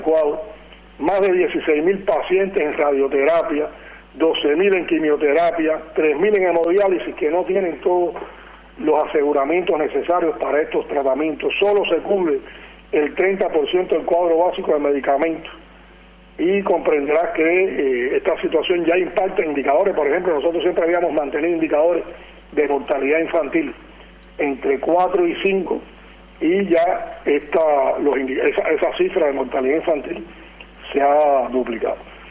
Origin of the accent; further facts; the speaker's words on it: Cuba; en la vida familiar de nosotros como pueblo cubano, un grupo de afectaciones.